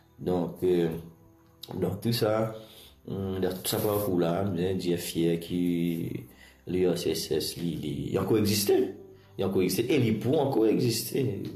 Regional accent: Rodrigues, Mauritius

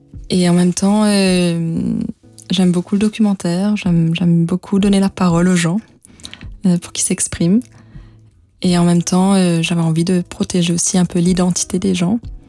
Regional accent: Tamarin, Black River, Mauritius; Et je suis née à Maurice et en fait au moment de commencer l'école vraiment, mes parents ont pris la décision de venir habiter à Maurice avec la chance en fait d'habiter à Tamarin sur la côte ouest

